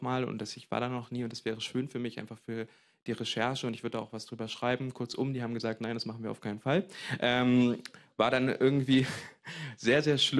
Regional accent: Blankenburg, Saxony-Anhalt, Germany; also born or lived in Wernigerode / Sarstedt / Goslar; also ich bin in Blankenburg ja aufgewachsen, also ich bin in Wernigerode zwar geboren, aber zu der Zeit kurz in Saarstedt-Heisede aufgewachsen, dann in Goslar, aber dann vor allen Dingen in Blankenburg bin ich zur Schule gegangen

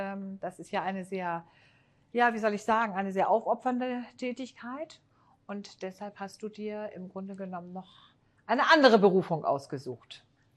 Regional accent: Hamburg, Germany; Ich bin ja Hamburgerin

